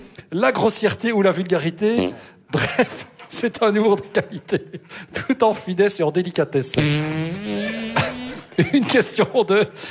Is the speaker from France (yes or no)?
no; Belgium; alors que chez nous, en Belgique, ben, on pratique un humour plus subtil.